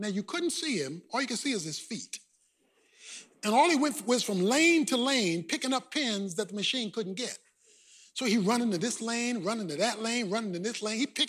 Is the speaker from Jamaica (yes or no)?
no; Baltimore, Maryland, United States; When I was growing up in Baltimore, we went duck pin bowling.